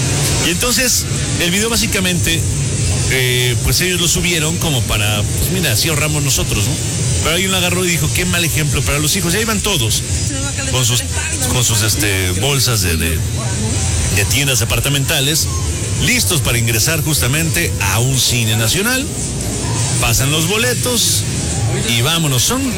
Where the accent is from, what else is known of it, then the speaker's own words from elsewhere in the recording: Mexico; Así somos los mexicanos, es lo que dicen por acá.